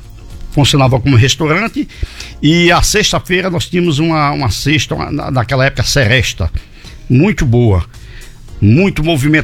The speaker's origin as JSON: {"language": "Portuguese", "town": "Malhada Vermelha", "region": "Rio Grande do Norte", "country": "Brazil", "tie": "born there", "lives_now": "Mossoró, Brazil", "said": "Sou de Malhada Vermelha, aqui no interior no Norte Oeste, né? Meus pais são de Porto Alegre. E quando casou, veio para Malhada, colocou um comércio lá e nós nascemos lá em Malhada Vermelha"}